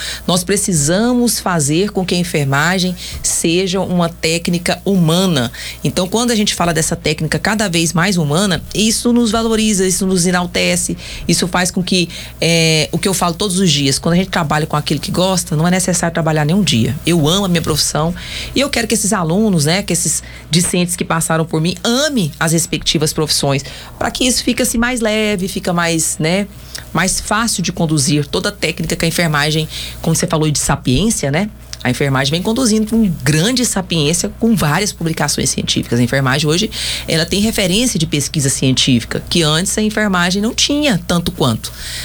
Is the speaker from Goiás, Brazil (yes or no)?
yes; Goiás, Brazil; also born or lived in Taguatinga, Federal District / Niquelândia / Goiânia; criada na roça lá em Niquelândia, lá no seu Manuel Pedreiro.